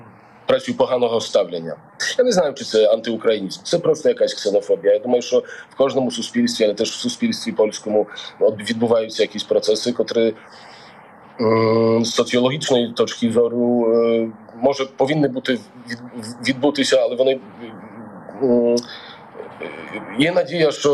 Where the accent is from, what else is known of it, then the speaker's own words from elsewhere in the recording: Poland; moved away as an adult; also born or lived in Ukraine; я не мав ніколи в Україні проблем з тим, що я з Польщі, що я маю мікрофон польського радіа, тому що в мене польські номери, що я поляк.